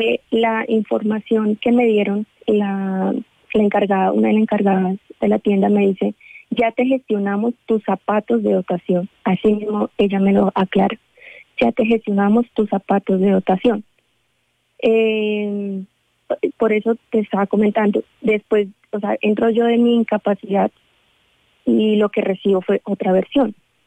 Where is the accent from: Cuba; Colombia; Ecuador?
Colombia; Tolima; como vengo de tierra caliente, soy del Tolima